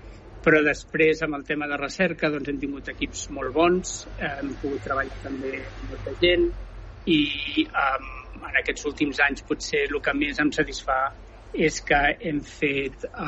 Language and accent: Catalan; Sant Cugat del Vallès, Catalonia, Spain; born or raised there; also born or lived in Barcelona